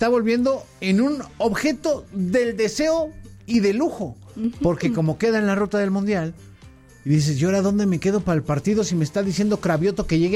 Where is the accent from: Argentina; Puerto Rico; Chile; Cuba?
Puerto Rico; Mira, soy puertorriqueño